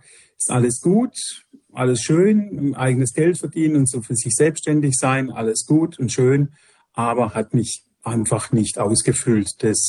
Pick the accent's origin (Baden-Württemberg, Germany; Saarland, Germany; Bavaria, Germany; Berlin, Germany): Baden-Württemberg, Germany; Freiburg; born there; also born or lived in Stuttgart; Gebürtig komme ich aus Freiburg und habe dann auch für mich da allein gelebt.